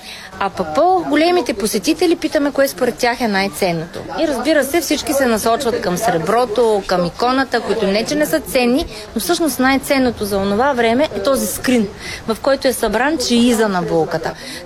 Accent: Dobruja, Bulgaria; за нас е важно и като добруджанци, и като българи да пазим християнските традиции

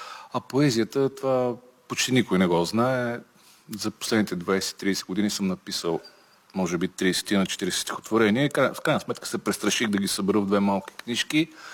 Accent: Kyustendil Province, Bulgaria; моето родно село и родния ми край, около Рилския манастир и Рилското корито

